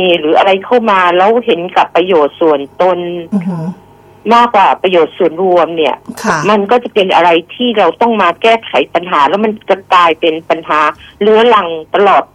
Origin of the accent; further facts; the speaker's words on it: Chachoengsao, Thailand; ดิฉันคนฉะเชิงเทราค่ะ